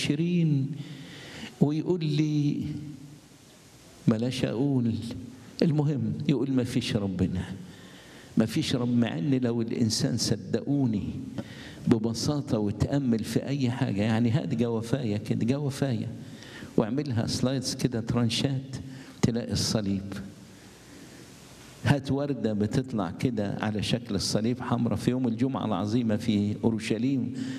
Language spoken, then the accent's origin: Arabic; Egypt; ده مرة عندنا في مصر